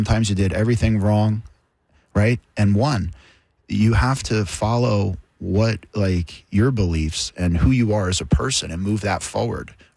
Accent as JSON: {"language": "English", "town": "Freehold", "region": "New Jersey", "country": "United States", "tie": "born there", "also_born_or_lived": "Old Bridge, New Jersey", "said": "So I was born in Lawrence Harbor, which is a town in Old Bridge. And then I ended up at Freehold Borough High School with my dad. So I was with my mom and my dad. So I was from Old Bridge and then Freehold."}